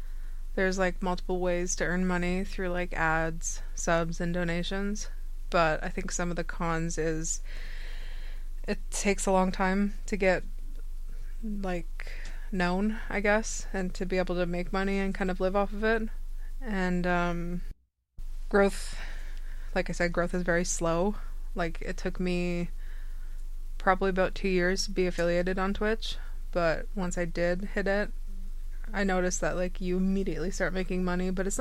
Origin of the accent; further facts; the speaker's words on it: Canada; And he's from Florida, and I'm from Canada, obviously.